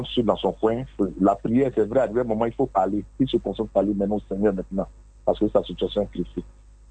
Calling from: Port-Bouët, Abidjan, Côte d’Ivoire; De … Port-Boué.

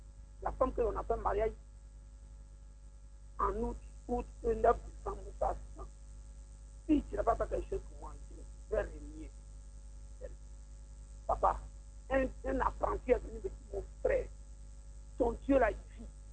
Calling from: Dabou, Lagunes, Côte d’Ivoire; Je vous appelle de Petit Bayen.

